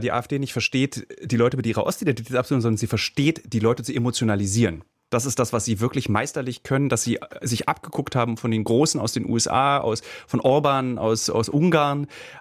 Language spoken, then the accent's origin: German; Berlin, Germany; ich komme aus Ostberlin.